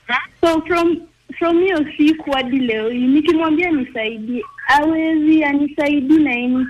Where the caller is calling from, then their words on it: Kisumu, Kisumu County, Kenya; Natoka Kisumu. I was born 2000.